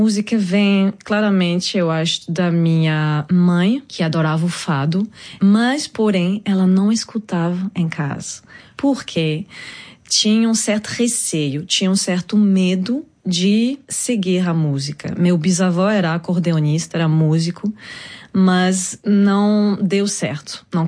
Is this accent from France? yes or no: yes; France; Portuguese is a second language; also born or lived in Cádiz, Spain; Eu sou nascida em França, cresci, minha cultura é francesa, a multiculturalidade vem daí.